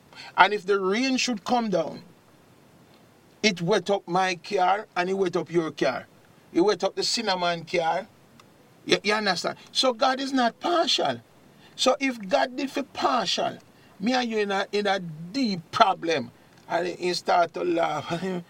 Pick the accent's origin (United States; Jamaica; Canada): Jamaica; moved away; I'm from Jamaica.